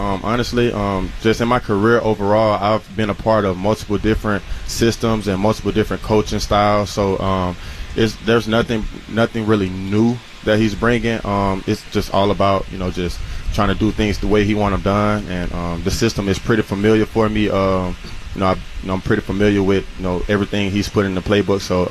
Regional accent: Tuscaloosa, Alabama, United States; I wanted to be a part of what he was building in Tuscaloosa. And, you know, that's my hometown.

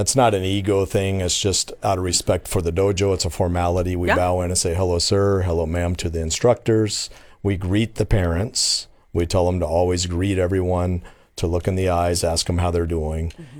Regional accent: the South, United States; I grew up in the South

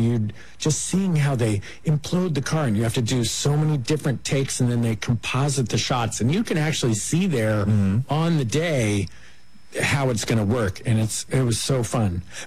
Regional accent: Oakland, California, United States; born there; I was born in Oakland. My A's have done it too, so it's tough to take, but they're still my team.

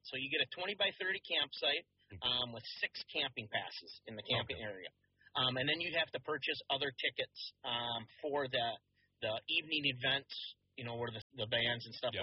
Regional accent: Goodyear, Minnesota, United States; I'm from Goodyear, Minnesota, and I work for Harry Brown's Automotive over in Faribault, Minnesota.

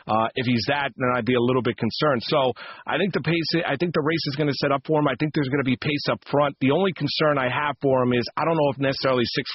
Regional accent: East Coast, United States; listen, I grew up on the East Coast. I didn't grow up out in Southern California.

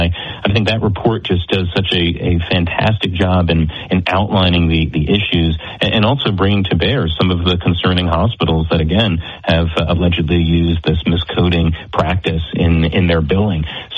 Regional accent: Pennsylvania, United States; born there; my home state in Pennsylvania here

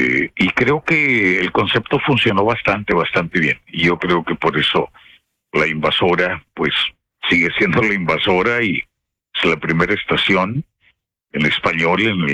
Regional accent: Piedras Negras, Coahuila, Mexico; now in United States; porque cuando estaba en México, en la frontera, en Piedras Negras, de donde yo vengo, se escuchaba música tejana.

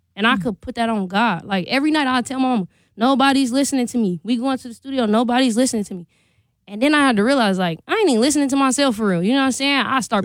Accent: Milwaukee, Wisconsin, United States; So I just threw the 414 on there because I'm from Milwaukee.

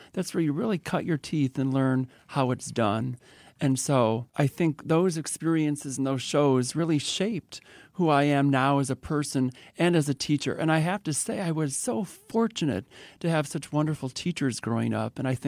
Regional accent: Wauwatosa, Wisconsin, United States; Well, I grew up in the Wauwatosa School District and had a wonderful time. And I did go to Wauwatosa East, the other high school in the district.

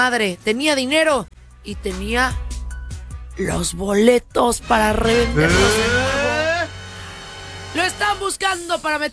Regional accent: Iztapalapa, Mexico City, Mexico; Y yo soy de Iztapalapa y no me queda tan lejos. Allá, el Estadio Azteca.

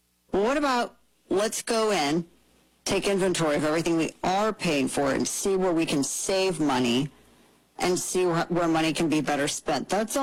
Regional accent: Ozark, United States; but I'm from Ozark.

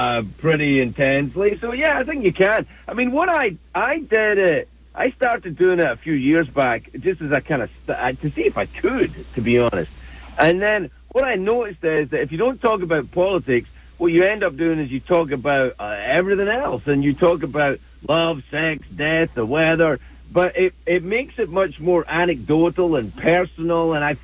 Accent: Scotland, United Kingdom; moved away as an adult; now in United States; I grew up in another country, so I grew up in Scotland

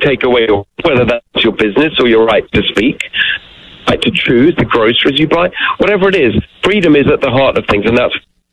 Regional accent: England, United Kingdom; But as a kid, I was born in England. They were refugees from communism and actually met in England, and I was born there and raised in England in a regular working class home.

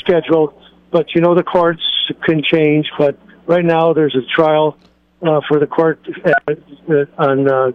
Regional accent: San Diego, California, United States; now in Huntington Beach, United States; I'm from San Diego. Now I'm in Huntington Beach.

